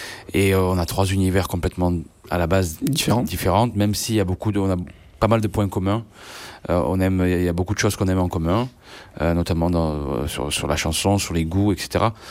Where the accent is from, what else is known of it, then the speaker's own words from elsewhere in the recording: Marseille, Provence-Alpes-Côte d'Azur, France; Mm-hmm. Je suis marseillais, d'origine arménienne, musicien.